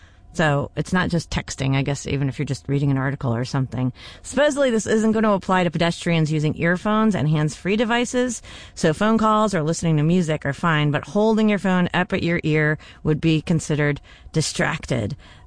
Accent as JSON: {"language": "English", "region": "New York", "country": "United States", "tie": "born or raised there", "moved": "yes", "said": "I grew up in New York"}